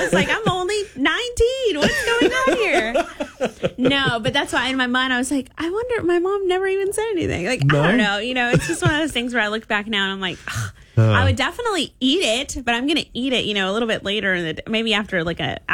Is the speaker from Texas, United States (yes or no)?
yes; Texas, United States; growing up in Texas, we would go to this is a Lone Star thing, but we would go, or Southeast Texas thing, I should say.